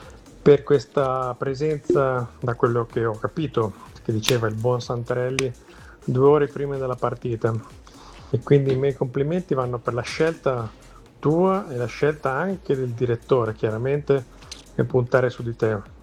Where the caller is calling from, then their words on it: Canary Islands, Spain; da Tenerife.